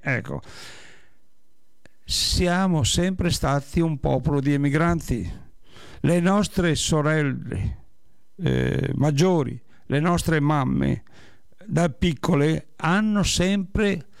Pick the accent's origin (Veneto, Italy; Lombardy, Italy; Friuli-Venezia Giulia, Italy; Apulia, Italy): Veneto, Italy; born there; mi sono nato a Bovoenda